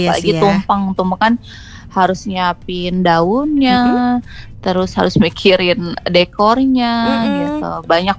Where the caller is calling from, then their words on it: Baleendah, West Java, Indonesia; Aku dari Balai Endah.